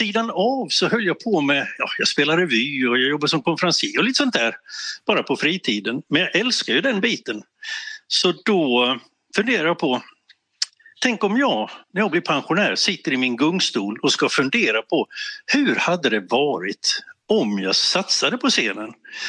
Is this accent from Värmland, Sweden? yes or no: no; Älmhult, Kronoberg County, Sweden; jag växte upp i Älmhult och det finns ju ett stort möbelföretag vid namn IKEA